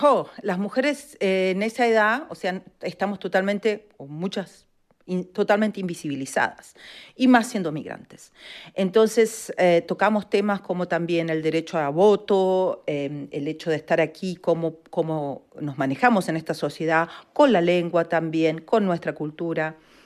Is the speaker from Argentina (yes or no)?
yes; Argentina; moved away as an adult; now in Zurich, Switzerland; a los 21 años llegué, tengo 55, o sea que es un tiempo en el cual estoy afuera de mi país, pero siempre en contacto con Argentina, sí.